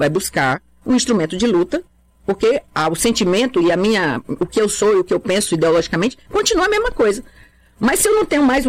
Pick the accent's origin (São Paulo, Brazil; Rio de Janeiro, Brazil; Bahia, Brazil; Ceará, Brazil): Ceará, Brazil; Fortaleza; born there; Eu nasci na periferia de Fortaleza, no Mudubim, quando era... Mudubim ainda tinha vacaria. Então, assim, ali era a zona rural de Fortaleza.